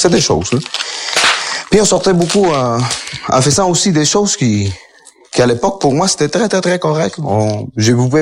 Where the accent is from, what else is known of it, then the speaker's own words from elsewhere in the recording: Venezuela; Je suis né au Venezuela. Je suis le dernier des 13 enfants. Et j'ai grandi pendant mon enfance, puis mon adolescence, c'était très joyeux